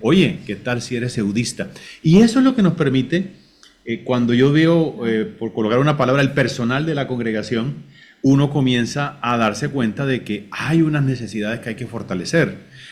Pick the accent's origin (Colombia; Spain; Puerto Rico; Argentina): Colombia; Caribbean coast; now in Cartagena, Colombia; yo que soy caribeño, yo que soy costeño